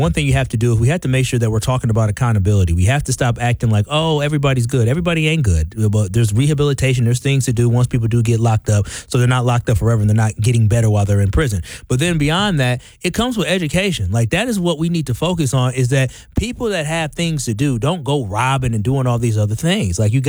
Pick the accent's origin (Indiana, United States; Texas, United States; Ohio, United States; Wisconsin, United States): Wisconsin, United States; Milwaukee; I'm born and raised in Milwaukee.